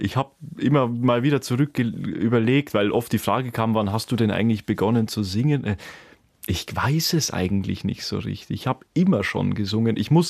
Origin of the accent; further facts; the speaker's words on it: Osterhofen, Bavaria, Germany; also born or lived in Deggendorf; Geboren in Deggendorf, aufgewachsen in Osterhofen.